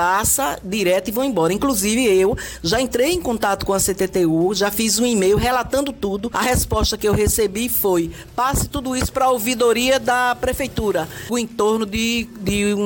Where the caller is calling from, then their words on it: Recife, Pernambuco, Brazil